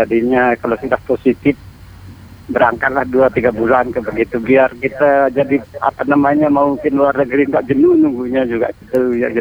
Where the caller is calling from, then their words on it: East Lombok, West Nusa Tenggara, Indonesia; di Lombok Timur.